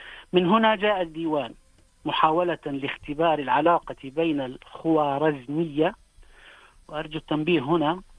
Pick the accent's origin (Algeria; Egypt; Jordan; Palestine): Jordan; Amman, Amman Governorate; نشأت في عمان وتفتح وعي بين مدارسها وجامعاتها